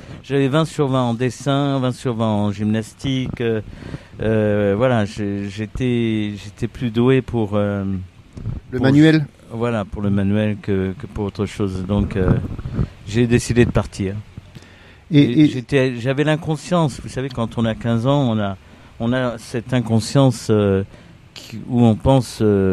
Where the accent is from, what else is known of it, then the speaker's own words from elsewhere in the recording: Avignon, Provence-Alpes-Côte d'Azur, France; born there; Non, je suis né en Avignon.